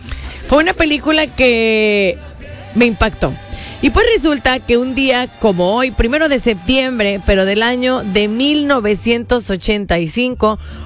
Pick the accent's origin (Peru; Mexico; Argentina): Mexico